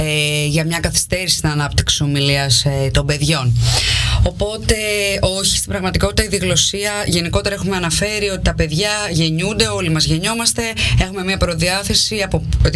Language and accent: Greek; Italy; Δηλαδή, εγώ είμαι Ιταλίδα και ο Στέργιος είναι από την Ελλάδα και έχουμε ένα παιδί, του μιλάμε και τις δύο γλώσσες.